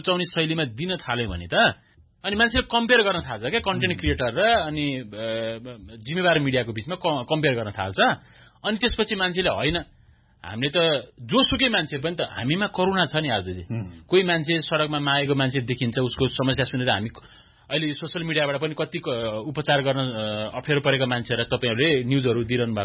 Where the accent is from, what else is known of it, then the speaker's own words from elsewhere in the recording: Damauli, Gandaki Province, Nepal; मेरै दमौली, मेरो गृह जिल्ला तनहुँमा